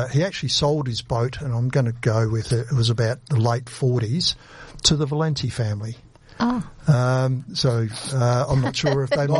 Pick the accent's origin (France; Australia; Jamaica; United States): Australia; Port Pirie, South Australia; growing up in Port Pirie, we just all played sport. We played soccer. We lived in Ilman Street, which is very close to the soccer club.